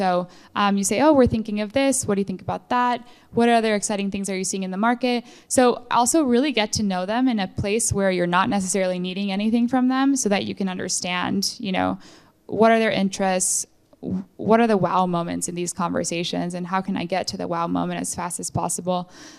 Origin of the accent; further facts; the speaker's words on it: Mexico; moved away; I'm from Mexico. I grew up in Mexico.